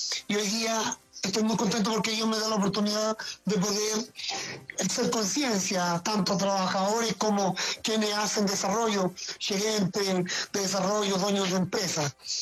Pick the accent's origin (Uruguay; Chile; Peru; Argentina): Chile; muchas cosas por la cabeza de nosotros como mineros chilenos.